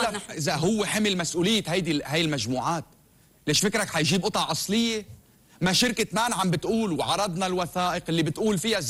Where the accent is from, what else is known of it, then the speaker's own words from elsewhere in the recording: Lebanon; ملكنا كلبنانيه